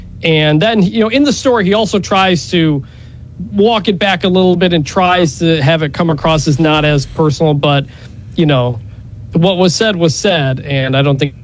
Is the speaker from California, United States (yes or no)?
no; Michigan, United States; Yeah, I mean, I'm not from Mississippi. I'm from Michigan. I'm not from the South.